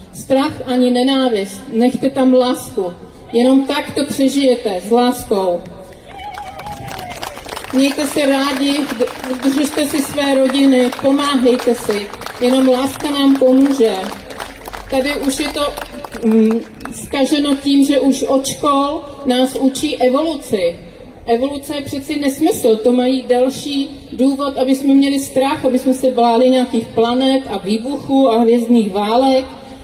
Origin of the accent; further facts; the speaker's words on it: Prague, Czechia; born there; narodila jsem se v Praze, moje rodiče se narodili v Praze, i moje prarodiče se narodili v Praze.